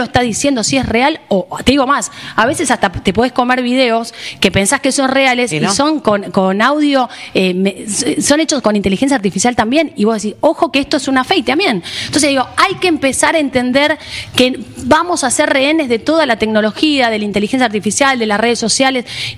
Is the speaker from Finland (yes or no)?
no; Argentina; nosotros como argentinos nos queda mucho por aprender.